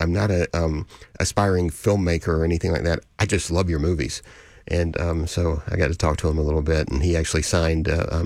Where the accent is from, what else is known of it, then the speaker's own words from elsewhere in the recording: Mississippi, United States; now in Houston, United States; And I grew up in Mississippi.